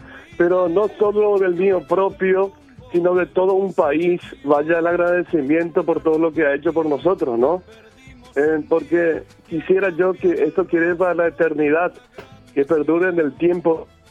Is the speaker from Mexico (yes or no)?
no; Paraguay; moved away as an adult; also born or lived in Argentina; Paraguayo, pero viví 18 años de mi juventud en la Argentina. Apenas terminé el colegio y ya me trasladé a la Argentina a estudiar locución, a estudiar canto y vocalización